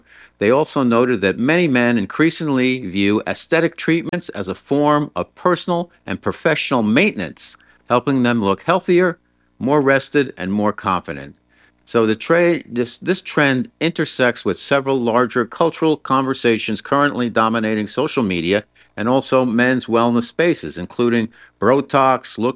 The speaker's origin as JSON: {"language": "English", "town": "New York City", "region": "New York", "country": "United States", "tie": "born or raised there", "said": "coming to us from New York City, my hometown."}